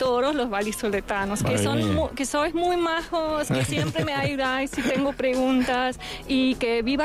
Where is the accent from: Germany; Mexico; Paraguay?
Germany; also born or lived in Valladolid, Spain